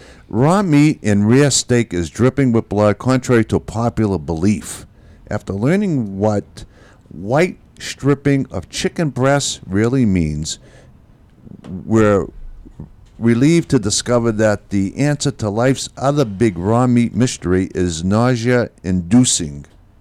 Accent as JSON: {"language": "English", "town": "Chelsea", "region": "Massachusetts", "country": "United States", "tie": "born or raised there", "also_born_or_lived": "Boston, Massachusetts / Randolph, Massachusetts", "said": "Yeah, I was born in Boston, raised in Chelsea. Mm-hmm. I lived there for about over 30 years. Then we moved to Randolph"}